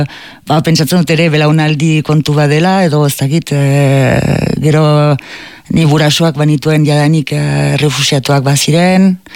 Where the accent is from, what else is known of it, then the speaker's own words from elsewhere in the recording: Tarnos, Nouvelle-Aquitaine, France; eta gero nire haurtzaroa Tarnosen bikaina izan